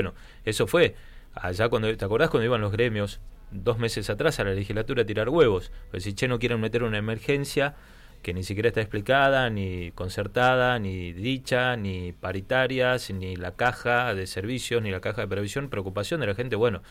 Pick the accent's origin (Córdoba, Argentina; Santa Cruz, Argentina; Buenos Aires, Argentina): Santa Cruz, Argentina; Vengo de Santa Cruz, el macizo del Deseado